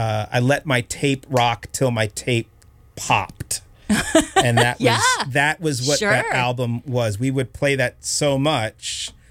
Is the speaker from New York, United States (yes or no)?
yes; New York City, New York, United States; And I grew up in New York City